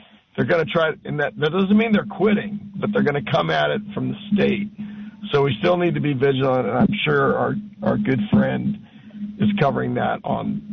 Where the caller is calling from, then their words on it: Santa Maria, California, United States; I'm calling from Santa Maria.